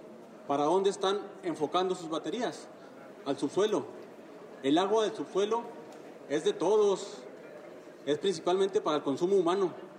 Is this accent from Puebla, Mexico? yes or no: no; Saucillo, Chihuahua, Mexico; soy originario de Saucillo, de la zona centro-sur de aquí del estado de Chihuahua. La zona centro-sur es de las zonas agrícolas más sobresalientes de aquí de Chihuahua